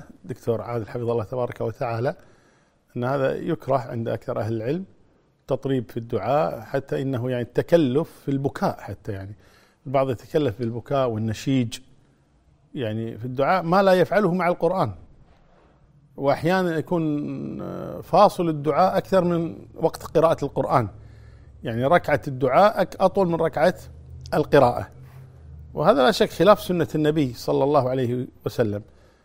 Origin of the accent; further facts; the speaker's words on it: Kuwait; الحمد لله عندنا في الكويت يعني الوزارة يعني مهيئة لهذا